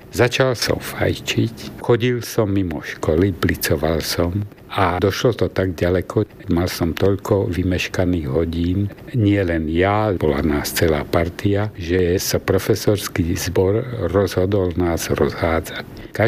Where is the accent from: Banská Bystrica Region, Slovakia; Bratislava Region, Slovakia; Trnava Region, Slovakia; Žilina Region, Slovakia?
Žilina Region, Slovakia; Vrútky; also born or lived in Párnica, Orava; keď sme sa z Oravy presťahovali do Vrútok, to som mal 5 rokov.